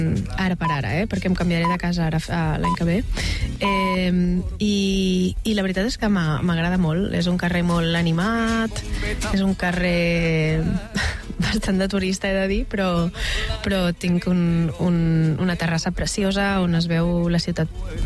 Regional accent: Badalona, Catalonia, Spain; Barcelona, la meva ciutat. Tot i que sóc de Badalona, però és la meva ciutat adulta.

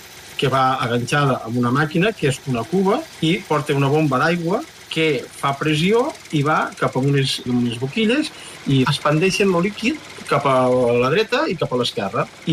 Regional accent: Aitona, Catalonia, Spain; I jo soc d'Aitona i me guio perquè a dalt Aitona està rodejat per una serra.

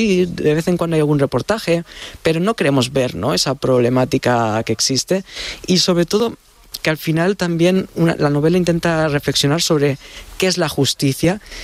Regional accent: Tarragona, Catalonia, Spain; now in Madrid, Spain; Yo soy un enamorado de Madrid, yo soy de Tarragona, vivo en Madrid desde el 2014

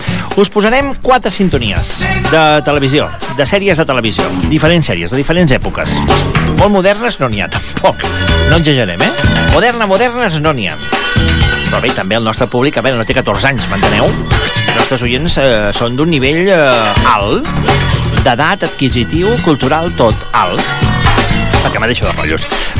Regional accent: Catalonia, Spain; com a catalans

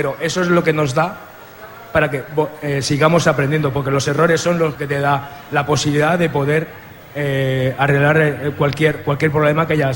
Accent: Catalonia, Spain; yo soy de la COPE de toda la vida.

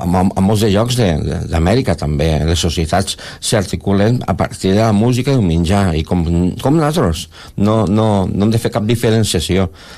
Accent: Jesús, Catalonia, Spain; soc de Jesús

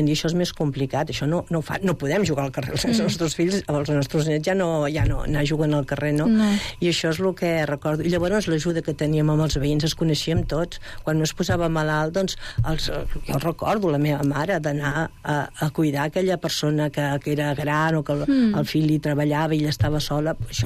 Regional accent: Mollet del Vallès, Catalonia, Spain; jo soc de Mollet tota la vida, visc ara a la mateixa casa on vaig néixer.

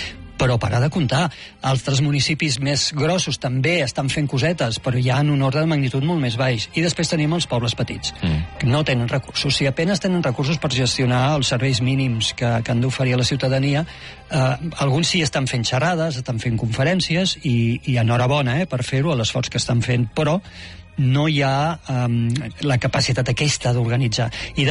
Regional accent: Tarragona, Catalonia, Spain; born there; que t'haig de dir molt orgull, que és la meva ciutat natal, que Tarragona ho està fent

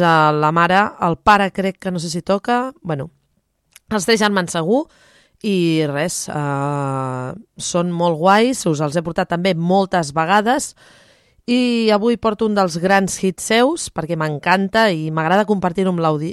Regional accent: Cubelles, Catalonia, Spain; Ja en vam tenir una època, els que som de Cubelles de tota la vida, ens en recordem d'això.

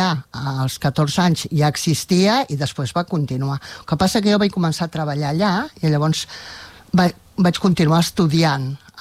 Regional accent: La Rierada, Catalonia, Spain; also born or lived in Molins de Rei; jo vaig néixer a la Rierada, vaig anar a escola a la Rierada

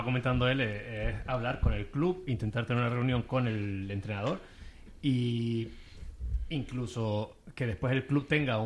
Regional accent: Basque Country, Spain; soy vasco

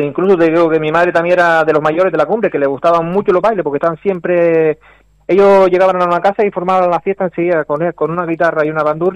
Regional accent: Ayacata, Canary Islands, Spain; now in Vecindario, Spain; Sí, yo soy nacido y criado en Ayacata.

